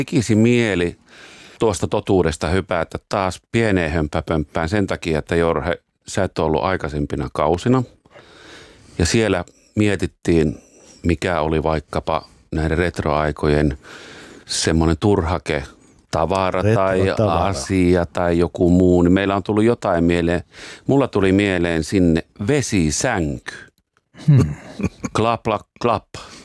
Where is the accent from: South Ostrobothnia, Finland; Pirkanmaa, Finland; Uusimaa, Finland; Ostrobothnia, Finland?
Uusimaa, Finland; Porvoo; Meillä Porvoossa edelleen, eikö ole?